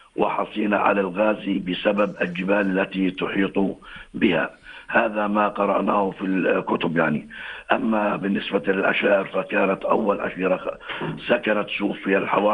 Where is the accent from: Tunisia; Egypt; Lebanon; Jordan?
Jordan; Ajloun Governorate; مواليد قرية شوف لعام 1963، تربيت على أرضها وبين جبالها، وتخرجت الابتدائية والإعدادية والثانوية من مدارسها